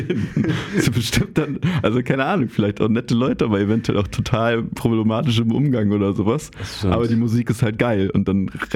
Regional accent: Berlin, Germany; ich bin ja da so im Tiergarten aufgewachsen

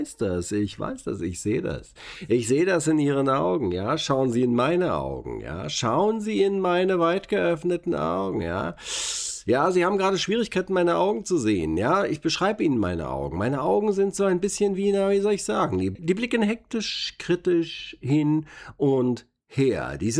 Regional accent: Berlin, Germany; weil Gott sei Dank ganz viele Menschen von außen kommen und uns emotional das Leben als Berliner ein bisschen erleichtern.

